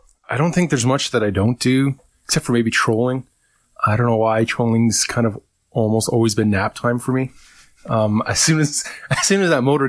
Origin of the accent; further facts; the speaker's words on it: Toronto, Ontario, Canada; born or raised there; moved away